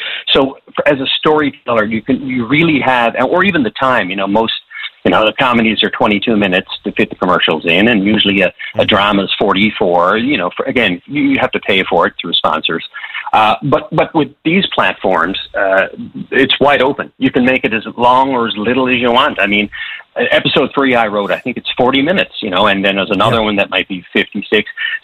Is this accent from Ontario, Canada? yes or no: no; Petty Harbour, Newfoundland and Labrador, Canada; because I'm from Petty Harbor. I'm from that small fishing community